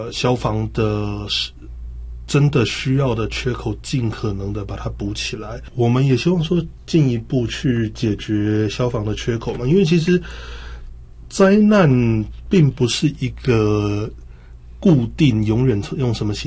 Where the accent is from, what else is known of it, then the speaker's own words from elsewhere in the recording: Taiwan; 我们台湾人常常会隔壁就便利商店啊